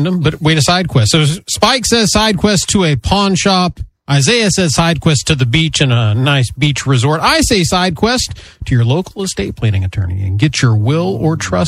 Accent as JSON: {"language": "English", "country": "United States", "tie": "born or raised there", "said": "I have done a flea market because I grew up in Polk County."}